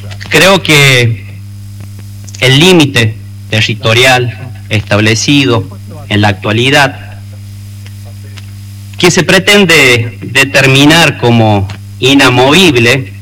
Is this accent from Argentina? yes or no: yes; La Rioja, Argentina; alzar nuestra voz como riojanos y como representante de nuestro departamento, General Felipe Varela, que es un territorio del oeste riojano